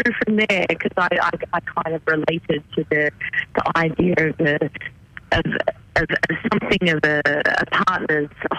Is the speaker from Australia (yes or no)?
yes; Nashdale, New South Wales, Australia; now in Central Coast, Australia; originally from Nashdale myself.